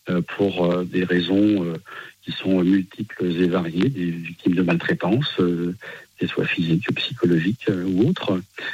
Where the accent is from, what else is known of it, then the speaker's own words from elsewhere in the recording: Pays de la Loire, France; Alors, je suis du Maine-et-Loire.